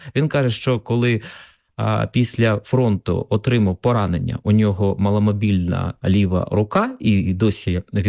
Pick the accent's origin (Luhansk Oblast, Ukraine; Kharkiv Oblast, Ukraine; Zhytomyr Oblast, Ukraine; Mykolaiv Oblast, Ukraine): Kharkiv Oblast, Ukraine; Kharkiv; now in Lviv, Ukraine; а я зараз від 22-го року мешкаю у Львові, так склалося, хоча, Галю, ви знаєте, що я сам харків'янин.